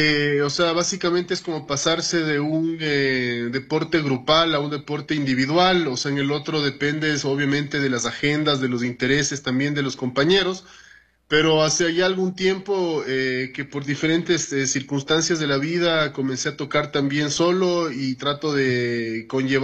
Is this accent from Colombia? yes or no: no; Ecuador; como sociedad, como comunidad, como ecuatorianos, que es nuestra cultura, nuestras costumbres.